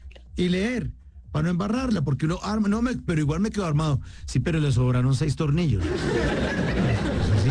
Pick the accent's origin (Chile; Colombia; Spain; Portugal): Colombia; los colombianos somos de los que, no sé, nos entregan un producto y lo armamos sin leer las instrucciones